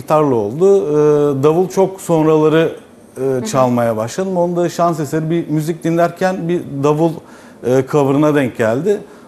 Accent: İzmir, Turkey; Merhaba, ben o gün 1982 doğumluyum, İzmirliyim. Evliyim ve iki çocuğum var.

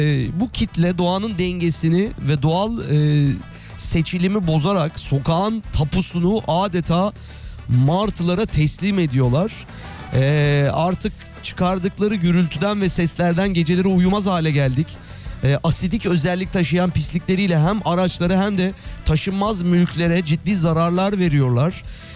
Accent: Adalar, Istanbul, Turkey; Yani çocukluğum benim işte adalarda geçti, gidiyorduk işte hala işte teyzemler, akrabalarımız orada, bilen biliyor.

